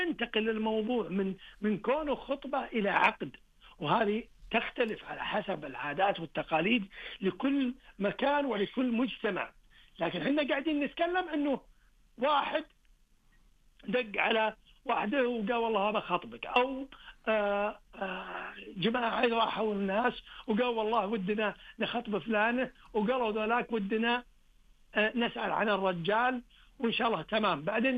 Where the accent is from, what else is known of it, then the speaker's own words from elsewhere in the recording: Saudi Arabia; كمسلمين، كعرب، كسعوديين.